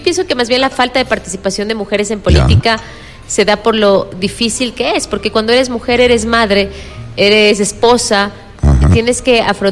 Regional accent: Sangolquí, Pichincha, Ecuador; Toda la vida. Yo ya nací en el Valle de los Chillos

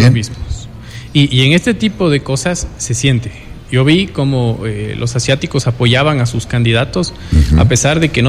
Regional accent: Ecuador; Cuando en realidad, oye, entre ecuatorianos no deberíamos ponernos el p

